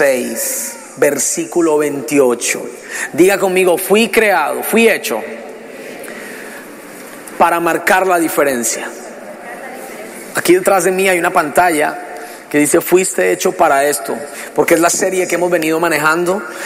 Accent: Colombia; now in United States; antes de ser colombiano, americano, qué sé yo, soy ciudadano del reino de los cielos, porque he nacido de nuevo, porque tengo a Cristo en mi corazón.

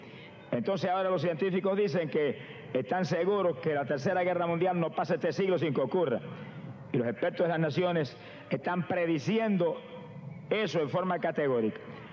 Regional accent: Camuy, Puerto Rico; en mi pueblo de Camuy, allá en Puerto Rico

